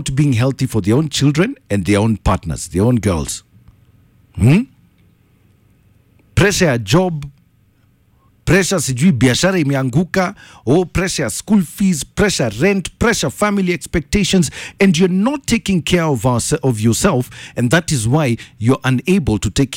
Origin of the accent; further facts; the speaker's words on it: Kenya; As a Kenyan man, when's the last time you said, hey, Bana, I'm tired.